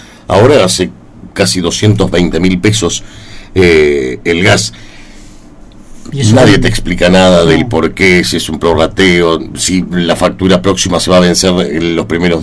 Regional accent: Patagonia, Argentina; Somos patagónicos, estamos acostumbrados

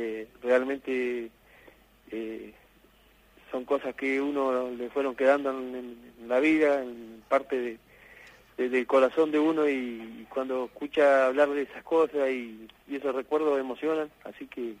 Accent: Colonia Elías, Entre Ríos, Argentina; moved away as an adult; la verdad que venir de yo soy de Conelías, me vine en el año 97, me vine a trabajar a esta ciudad

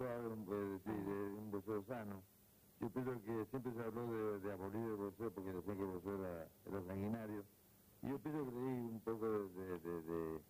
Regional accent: Argentina; somos los dos de Argentina que más combates tenemos.

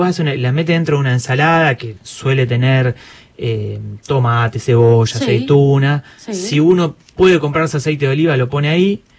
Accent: Argentina; lo vivimos diciendo los argentinos, las argentinas

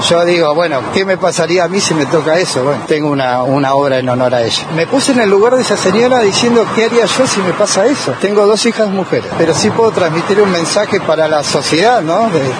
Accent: Argentina; moved away as an adult; now in Buenos Aires, Argentina; Soy criado acá, tengo toda mi familia acá … conocido en el pueblo.

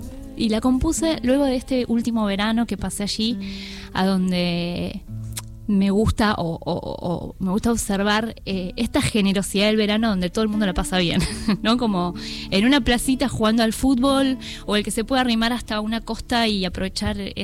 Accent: San Carlos de Bariloche, Río Negro, Argentina; moved away; yo soy de allí, de Río Negro, de Bariloche, nací en Bariloche. Y hablo mucho de Bariloche en mis canciones, en mis discos.

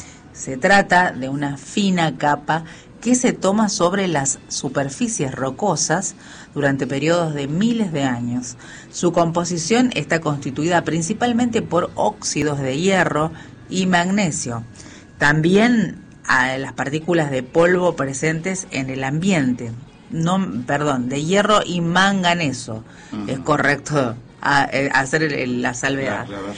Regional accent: La Rioja, Argentina; nosotros los riojanos tenemos esta posibilidad

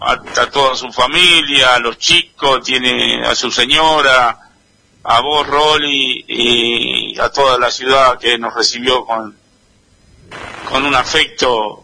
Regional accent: Luján, Buenos Aires Province, Argentina; moved away as an adult; also born or lived in Junín, Buenos Aires; now in General Rodríguez, Argentina; me radiqué hace 10 años en General Rodríguez. Ajá. Yo nací en Junín y me crié en Luján. Junín, provincia de Buenos Aires.

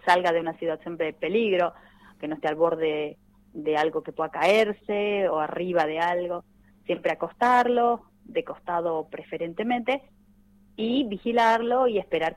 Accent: Argentina; La verdad que como argentinos lo vivimos muy muy visceralmente.

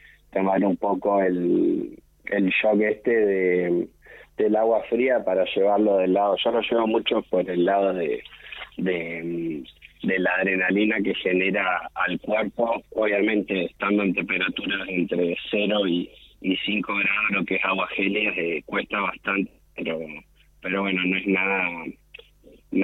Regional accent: Argentina; Bueno, como argentino, tiene especial el como estar en casa, ¿no? Yo tuve la posibilidad de viajar a Europa y representar a Argentina

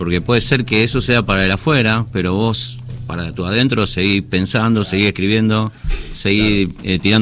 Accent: Rosario, Santa Fe, Argentina; Somos unos rosarinos.

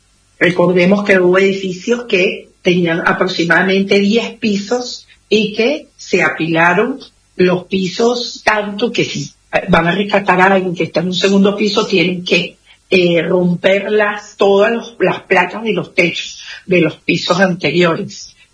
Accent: Venezuela; Es increíble la solidaridad que ha tenido a mi pueblo, porque yo soy venezolana

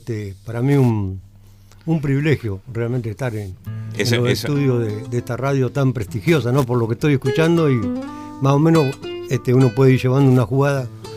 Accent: Coronel Pringles, Buenos Aires Province, Argentina; now in Laprida, Argentina; mi ciudad natal es Coronel Pringle. Ajá. Hasta mis 12 años, ahí me pasé a La Prida.

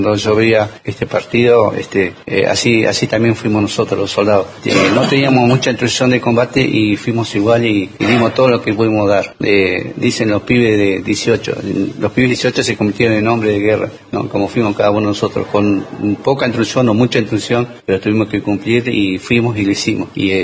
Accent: Argentina; somos argentinos, somos soldados de la patria

